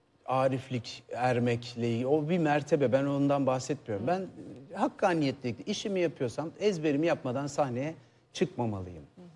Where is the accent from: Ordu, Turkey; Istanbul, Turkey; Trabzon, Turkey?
Istanbul, Turkey; Fatih'te doğdum büyüdüm ben. Böyle orta direğin biraz altı gibi bir aile.